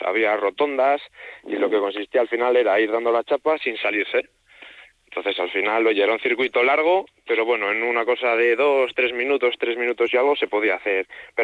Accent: Villaco, Castile and León, Spain; born there; Yo soy de Villaco, vecino de Villaco, eso es, nacido en Villaco.

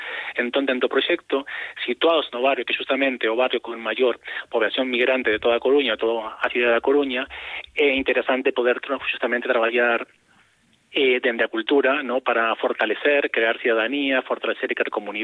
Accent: Argentina; now in Spain; esas persoas chegaron persoas de outros sitios, como é o meu caso, que son da Argentina.

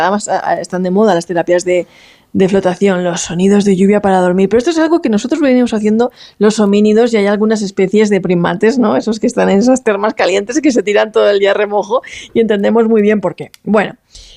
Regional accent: Alicante, Valencian Community, Spain; yo, por ejemplo, que soy del Mediterráneo, de Alicante

